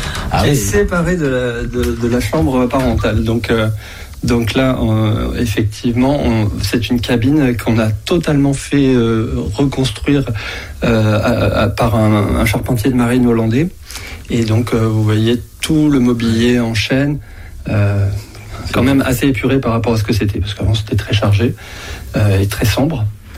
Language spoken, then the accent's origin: French; Toulouse, Occitanie, France; also born or lived in Île-de-France; now in Montauban, France; J'étais en Île-de-France avec mon épouse et je souhaitais revenir un peu vers mes origines puisque je suis toulousain.